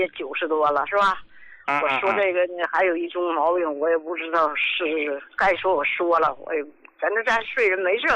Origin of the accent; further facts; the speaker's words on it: Qinhuangdao, Hebei, China; 我是秦皇岛的患者